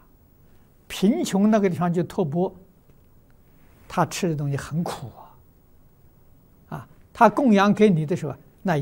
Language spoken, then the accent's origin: Chinese; China; 那个佛就是圣人，我们中国人称圣人， 印度人称佛。